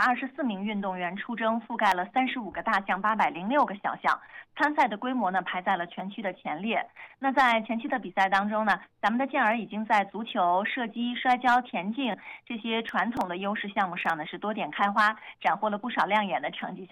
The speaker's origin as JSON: {"language": "Chinese", "town": "Ordos", "region": "Inner Mongolia", "country": "China", "said": "我作为一个内蒙古人，作为鄂尔多斯的记者，"}